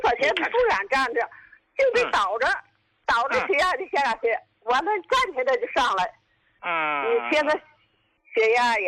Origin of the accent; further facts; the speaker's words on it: Qinhuangdao, Hebei, China; 秦皇岛的。